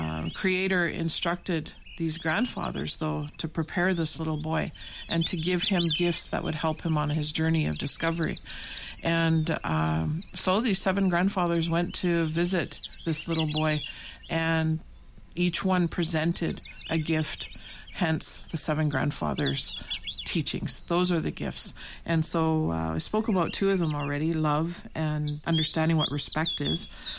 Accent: Manitoulin Island, Ontario, Canada; now in Sault Ste. Marie, Canada; I come from the Crane Clan. I am originally from Manitoulin Island, on a community known as Wakumakong Unceded Indian Territory, and currently reside here in Bawating, or Sault Ste. Marie, Ontario, Canada, in the heart of the Great Lakes region, on beautiful Turtle Island.

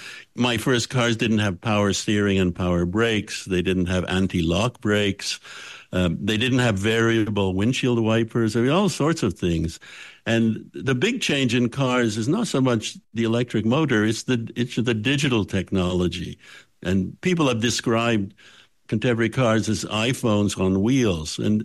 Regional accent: Canada; I grew up in Canada, which is very cold, which creates all sorts of special problems for cars.

